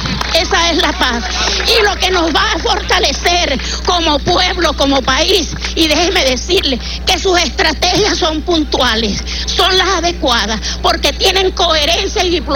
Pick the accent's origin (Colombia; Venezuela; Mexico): Venezuela; con todo el respeto y la dignidad que nos caracteriza como venezolanos